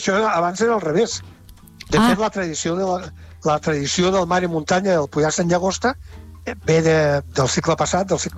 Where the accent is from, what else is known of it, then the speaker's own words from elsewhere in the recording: Catalonia, Spain; la manera com som catalans.